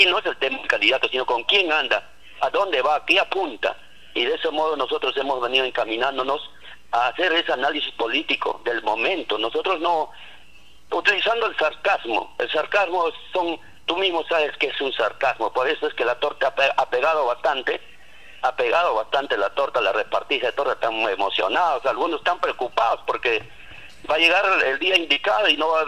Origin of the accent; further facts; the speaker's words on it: Mazamari, Junín, Peru; born there; Yo nací aquí, aquí me emprendí, aquí voy a morir, aquí está mi emprendimiento.